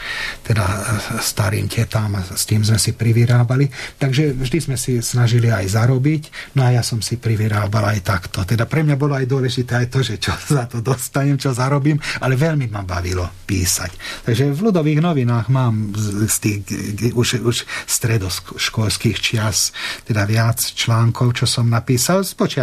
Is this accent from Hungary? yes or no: yes; Hungary; ten svet bol iný, ale síce áno, to ovzdušie bolo horšie tam vtedy, aj to politické, aj všelijaké, ako bolo doma v Maďarsku.